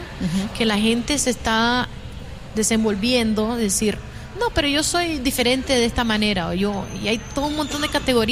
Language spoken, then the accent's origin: Spanish; Nicaragua; yo siempre digo que soy de Nicaragua porque